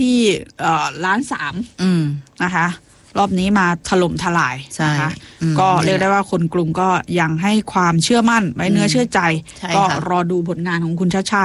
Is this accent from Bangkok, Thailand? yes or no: yes; Bangkok, Thailand; ในฐานะคนกทมต้องพูดได้เต็มปากเต็มคำเหมือนกัน